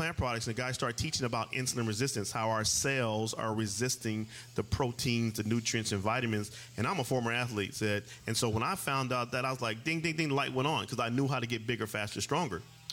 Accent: Pomona, California, United States; now in Temecula, United States

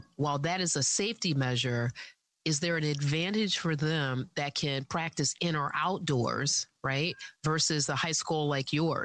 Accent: East Coast, United States; you're talking to an East Coast girl.

